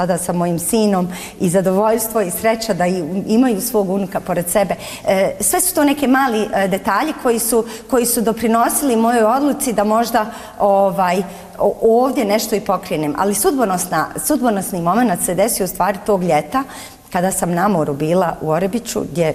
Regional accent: Tuzla, Tuzla Canton, Bosnia & Herzegovina; moved away; ja sam iz Tuzle otišla 92. godine, to je sad već više od 30 godina

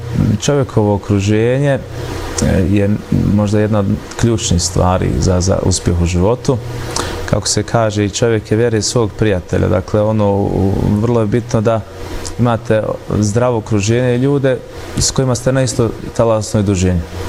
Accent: Mulići, Federation of Bosnia and Herzegovina, Bosnia & Herzegovina; Bitno navesti to da dolazim iz Mulića, mjesto koje je rasadnik talenata

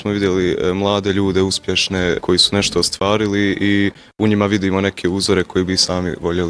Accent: Tešanj, Federation of Bosnia and Herzegovina, Bosnia & Herzegovina; dolazim iz Tešnja, imam 15 godina i učenik sam gimnazije Musa Čazim Čatić.

